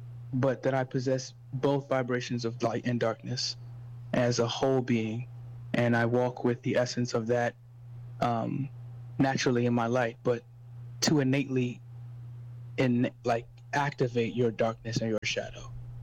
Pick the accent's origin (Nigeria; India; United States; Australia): Nigeria; You know, as a Nigerian man too, it's a very odd.